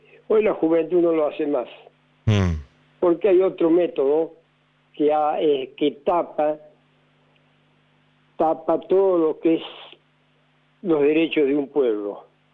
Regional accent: Córdoba, Argentina; Pero no, yo soy del barrio Alta Córdoba.

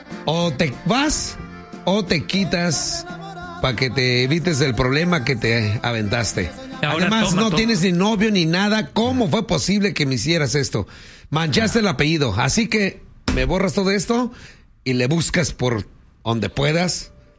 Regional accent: Las Guacamayas, Michoacán, Mexico; De puro las guacamayas, Michoacán.

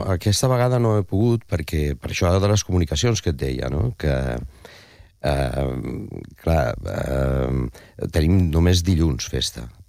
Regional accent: Alcoy, Valencian Community, Spain; per sort anirem a la meva terra, anirem al Coi, que és el meu poble.

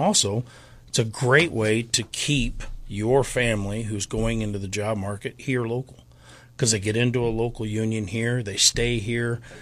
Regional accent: Springfield, United States; Born and raised in Springfield. Third generation and actually fourth generation here in Springfield.

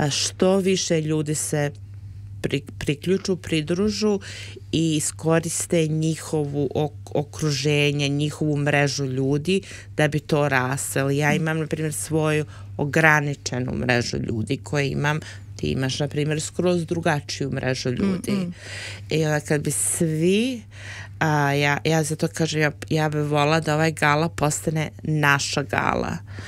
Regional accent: Serbia; ali u isto vrijeme ima deo, mi smo Srbi

